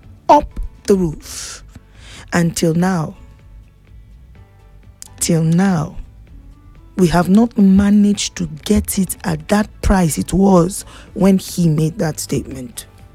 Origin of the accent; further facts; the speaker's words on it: Nigeria; Nigeria, now our country